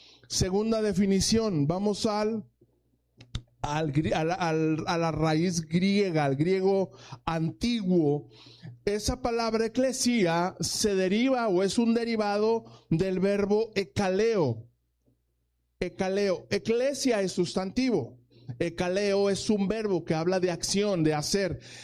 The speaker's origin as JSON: {"language": "Spanish", "country": "Mexico", "said": "Nosotros como ciudadanos mexicanos"}